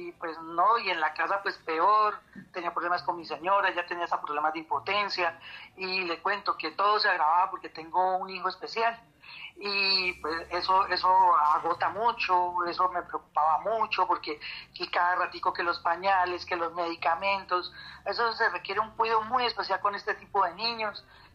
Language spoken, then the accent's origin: Spanish; Ibagué, Tolima, Colombia; now in Sogamoso, Colombia; yo no soy de Sogamoso, yo soy de Ibagué.